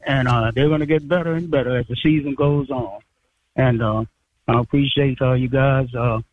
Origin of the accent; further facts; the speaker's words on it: Athens, Georgia, United States; now in Albany, United States; I'm originally from Athens. I've been in radio in Albany for several years